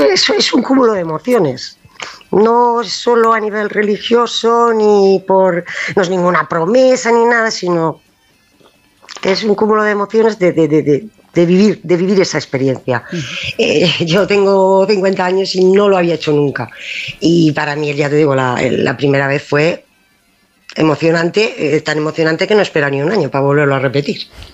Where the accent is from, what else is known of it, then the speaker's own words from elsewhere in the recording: Alicante, Valencian Community, Spain; also born or lived in Murcia; hemos pasado un poquito, pero venimos de Alicante y Murcia.